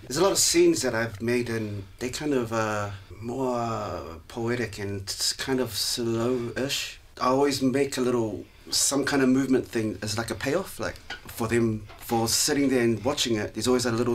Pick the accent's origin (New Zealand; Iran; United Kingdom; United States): New Zealand; Auckland; I'm from Auckland and Aotearoa.